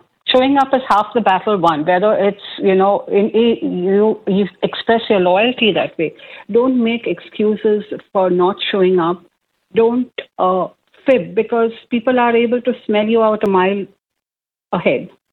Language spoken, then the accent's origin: English; India; So, Mildred, going back to the days, I come from India and one of the things that whenever I was employed, We had a medical health checkup